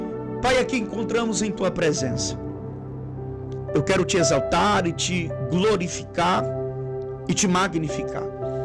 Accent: Itapetinga, Bahia, Brazil; um abraço para Itapetinga, minha terra natal

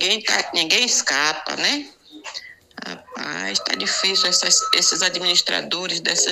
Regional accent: Ubatã, Bahia, Brazil; Eu sou filha de Ubatã, moro em Ubatã. E sou de Ubatã.

